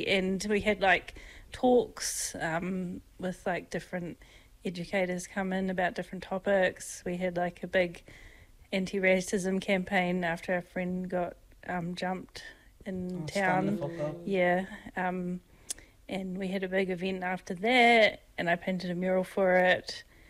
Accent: Wanaka, Otago, New Zealand; now in Christchurch, New Zealand; my Dutch side is very outdoors, growing up in Wanaka, it's all that mountains and lakes.

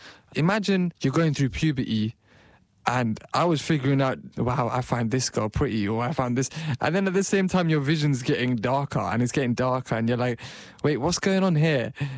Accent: Pakistan; And being blind, being a Pakistani brown man, at first I was considered vulnerable.

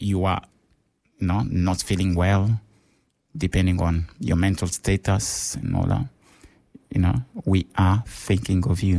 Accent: DR Congo; moved away; I grew up in Zaire, current DRC, Democratic Republic of Congo.

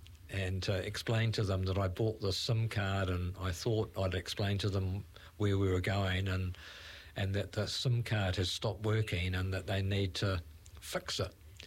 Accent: New Zealand; no, I can do this, I'm a Kiwi, and it'll be fine

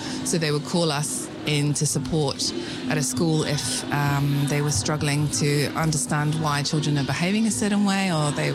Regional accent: England, United Kingdom; now in Dunedin, New Zealand; No, I didn't. I'm from England, so yeah. It's been a big learning curve, learning te reo Māori, learning about tikanga and the culture.

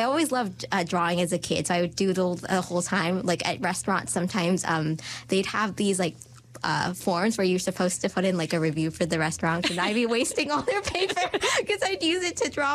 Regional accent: Thailand; English is a second language; also born or lived in Malaysia / Egypt; In my case, I was born in Thailand to Thai parents, but then at around age six, because of my dad's job, we moved to Malaysia and lived there for 4.5 years. And then we moved to Egypt and stayed there for 2.5 years. And then we repatriated to Thailand.

